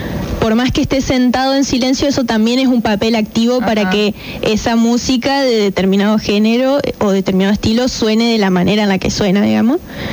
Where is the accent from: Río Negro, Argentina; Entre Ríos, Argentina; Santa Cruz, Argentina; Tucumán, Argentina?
Entre Ríos, Argentina; María Grande; moved away as an adult; now in Paraná, Argentina; Nacida y criada en María Grande.